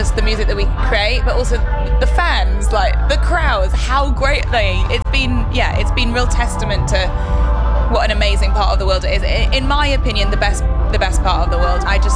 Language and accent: English; Newcastle upon Tyne, North East England, United Kingdom; I am born and bred Heaton, as you know. Grew up in Newcastle. My parents live in Northumberland now, near a Hexham, sort of Corbridge way.